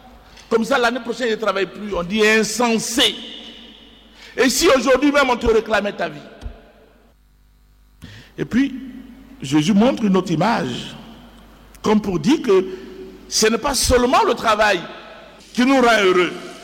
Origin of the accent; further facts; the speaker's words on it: Côte d’Ivoire; Chez nous, en Côte d'Ivoire, c'est ça, on dit, faut pas rire dans la bouche de celui qui grille arachide, c'est ça que ça veut dire.